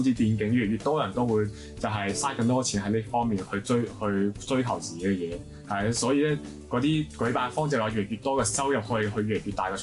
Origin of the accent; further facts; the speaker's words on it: Macau; 澳門有個碼頭嘅，因為我係澳門人啦，澳門有個碼頭係外國碼頭嘅